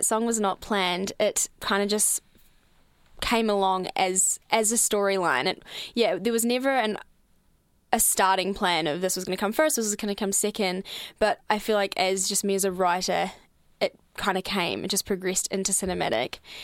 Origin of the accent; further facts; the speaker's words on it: New Zealand; moved away as an adult; now in Melbourne, Australia; Like they said, I'm originally from New Zealand. I moved here about 2 years ago.